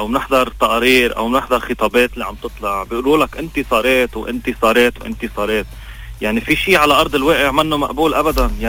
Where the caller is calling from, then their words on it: Lebanon; فخور بلبنانيتي انا.